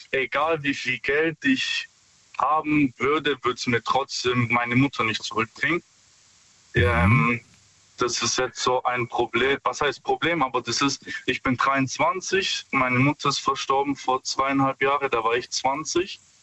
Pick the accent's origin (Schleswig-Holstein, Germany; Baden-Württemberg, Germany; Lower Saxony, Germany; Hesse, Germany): Baden-Württemberg, Germany; Stuttgart; Ja, hi. Stuttgart.